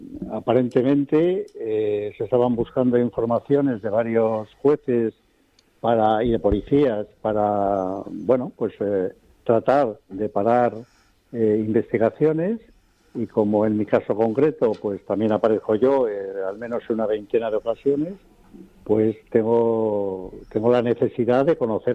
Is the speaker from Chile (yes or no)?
no; Spain; pero eso verlo en mi país de otra forma es que me impresiona